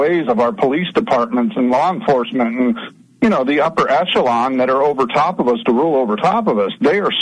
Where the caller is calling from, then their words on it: Nashville, Tennessee, United States; I'm in Nashville, Tennessee.